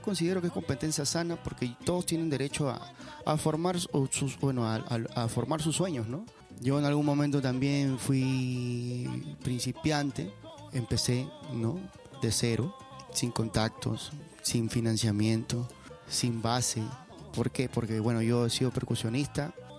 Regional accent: Callao, Peru; Mi niñez la viví en Costanzo, que está por el Estadio del Boys, por el Vaquijano, por el cementerio Vaquijano. Viví ahí hasta los 15 años.

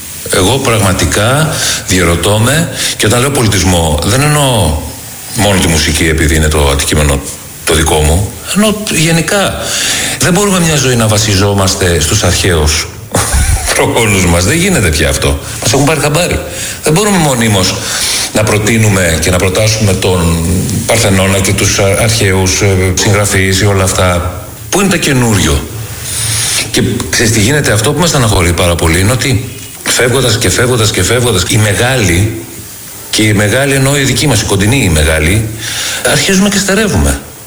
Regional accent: Greece; όταν είμαι εκτός Ελλάδος και κάποιος πάει να μου θίξει την πατρίδα μου

